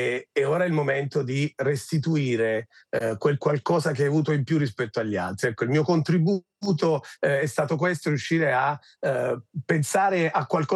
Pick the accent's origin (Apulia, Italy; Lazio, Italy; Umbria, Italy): Apulia, Italy; Taranto; moved away as an adult; now in Florence, Italy; sono originario di Taranto